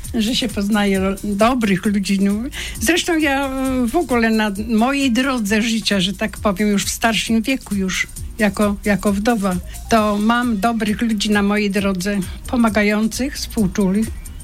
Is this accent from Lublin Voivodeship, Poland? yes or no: no; Suwałki, Podlaskie Voivodeship, Poland; born there; Mam 95 lat ukończone. Urodziłam się w Suwałkach i pochodzę stamtąd.